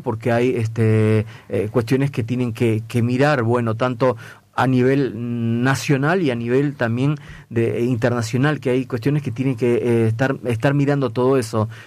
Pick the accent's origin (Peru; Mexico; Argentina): Peru; sabes que te comentaba fuera del aire que soy peruano